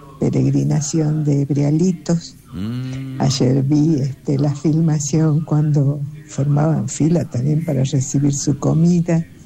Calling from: Salta, Argentina; Yo soy del barrio de Tres Cerritos

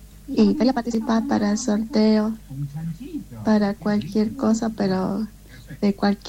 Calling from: Salta, Argentina; de Juan Pablo II, zona

